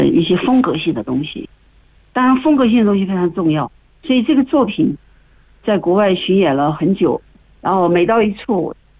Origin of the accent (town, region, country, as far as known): China